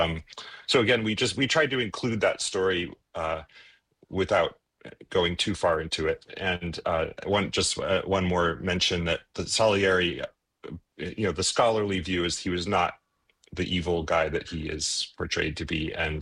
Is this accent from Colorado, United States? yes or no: yes; Colorado, United States; Yeah, I'm from Colorado, so